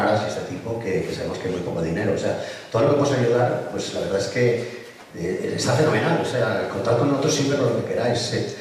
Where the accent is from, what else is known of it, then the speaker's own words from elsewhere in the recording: Benetússer, Valencian Community, Spain; yo soy de Vinatuse, soy un pueblo de al lado de Valencia